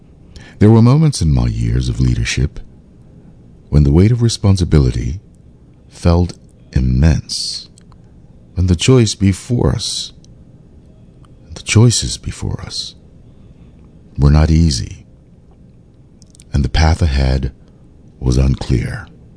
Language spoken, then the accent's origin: English; Bermuda; my heart has never known a home beyond these shores, and it never will. I was born in Bermuda, but more importantly, I was formed by her people